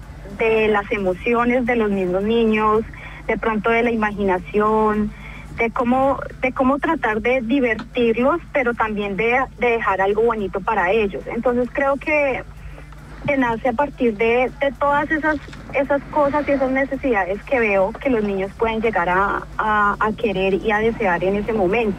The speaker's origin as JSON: {"language": "Spanish", "country": "Colombia", "moved": "as an adult", "lives_now": "Sydney, Australia", "said": "en mi país, Colombia."}